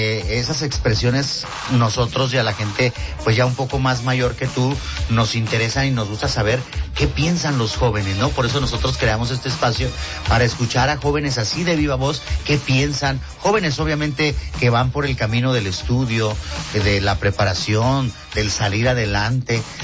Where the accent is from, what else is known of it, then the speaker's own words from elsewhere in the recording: Mexico; yo creo que sí es una obligación como mexicanos